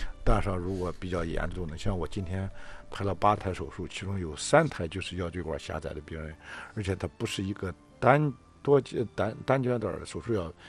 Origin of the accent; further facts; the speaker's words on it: Shandong, China; 用咱们山东话说